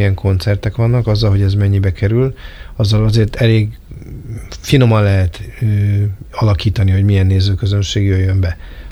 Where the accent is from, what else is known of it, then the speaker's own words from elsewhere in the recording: Hungary; Végül is magyarok vagyunk.